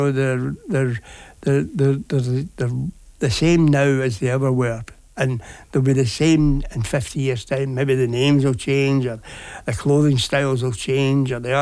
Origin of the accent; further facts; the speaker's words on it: Scotland, United Kingdom; now in Govan, Glasgow, United Kingdom; I'm from Ayrshire, so living in Govan for a start is great.